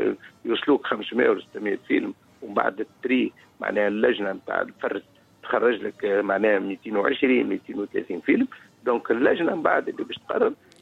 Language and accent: Arabic; Tunisia; وإحنا 3 من تونس.